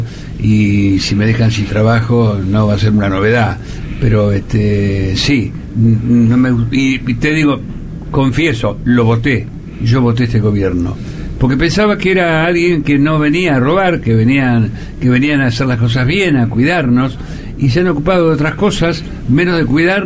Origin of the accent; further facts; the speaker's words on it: Argentina; Yo soy argentino